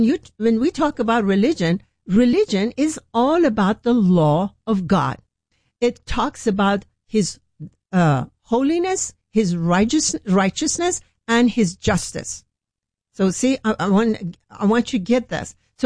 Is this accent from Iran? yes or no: yes; Iran; English is a second language; moved away as an adult; when I grew up in Iran and I was a Muslim, I honestly, I just thought entire first 21 years of my life in Iran